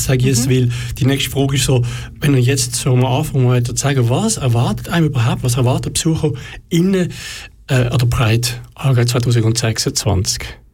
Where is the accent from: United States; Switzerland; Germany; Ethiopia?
Switzerland; Basel, Basel-Stadt; Ich als Basler würde es wahrscheinlich falsch aussprechen.